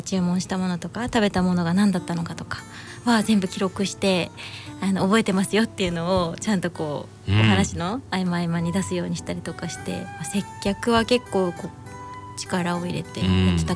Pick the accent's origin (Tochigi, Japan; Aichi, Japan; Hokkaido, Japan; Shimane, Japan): Hokkaido, Japan; also born or lived in Kanagawa; now in Tokyo, Japan; 私北海道出身じゃないですか